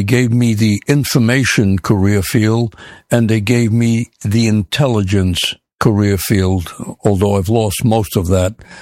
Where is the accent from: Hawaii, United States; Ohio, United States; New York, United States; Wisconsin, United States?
New York, United States; Brooklyn; Growing up in Brooklyn, you have to have a gang if you want to survive because there's turf wars that go on.